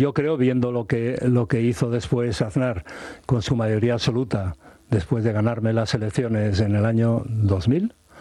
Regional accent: Basque Country, Spain

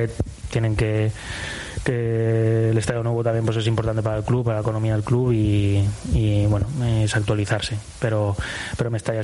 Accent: Valencian Community, Spain; Al final yo soy valenciano, obviamente ese partido quiero ganar, pero también me considero valencianista

